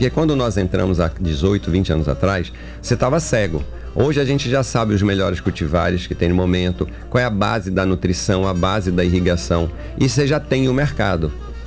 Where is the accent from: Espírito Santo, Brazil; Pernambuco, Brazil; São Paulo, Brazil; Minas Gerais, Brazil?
Minas Gerais, Brazil; Eu sou mineiro.